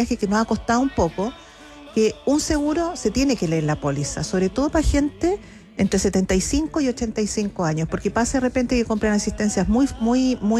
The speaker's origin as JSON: {"language": "Spanish", "country": "Chile"}